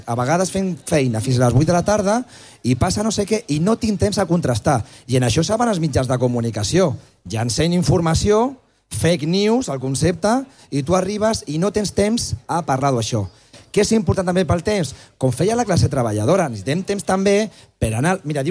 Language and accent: Catalan; Terrassa, Catalonia, Spain; Jo soc del Vallès de Terrassa, no? I vaig a Badia. Vaig a barris de Sabadell, de Terrassa.